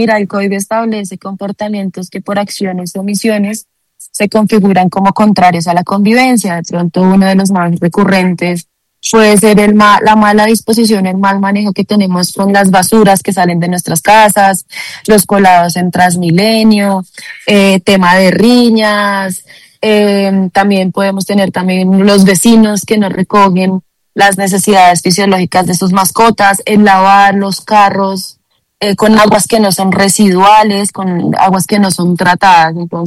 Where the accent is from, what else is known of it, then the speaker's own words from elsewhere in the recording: Bogotá, Colombia; Nosotros como ciudadanos, como bogotanos